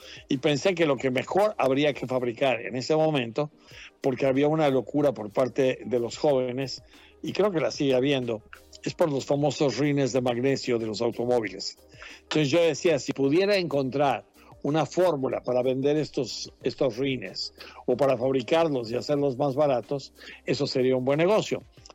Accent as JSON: {"language": "Spanish", "region": "Quebec", "country": "Canada", "tie": "born or raised there", "also_born_or_lived": "Mexico", "said": "yo nací en México, pero crecí en Quebec, en Canadá."}